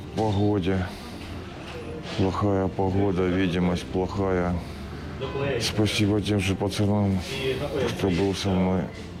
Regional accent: Chasiv Yar, Donetsk Oblast, Ukraine; Родом з Часов'яри. На війні вже 4 роки. Працював на заводі.

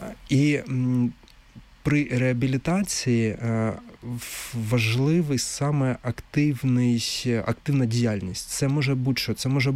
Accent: Kharkiv, Kharkiv Oblast, Ukraine; Раніше, до повномасштабного вторгнення, наприклад, в Харкові, це моє рідне місто

